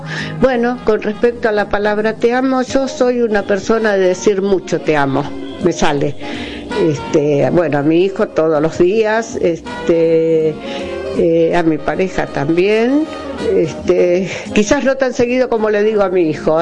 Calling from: Buenos Aires, Argentina; mis 3 últimos números de documento terminan 129 y soy de acá de Parque Chacabuco.

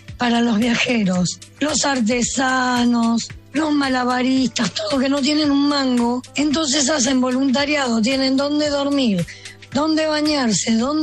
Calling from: Caseros, Buenos Aires Province, Argentina; de Caseros

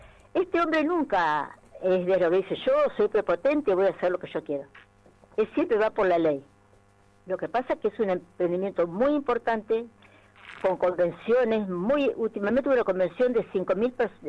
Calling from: Ramallo, Buenos Aires Province, Argentina; yo soy de Ramallo.

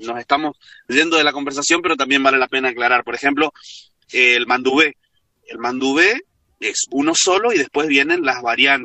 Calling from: Corrientes, Argentina; estoy a orillas del río Corrientes, a cuadras de mi casa

